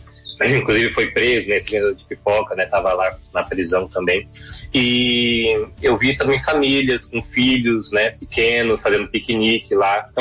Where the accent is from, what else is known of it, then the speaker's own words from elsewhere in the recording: Brasília, Federal District, Brazil; Sim, então eu sou de Brasília mesmo, né?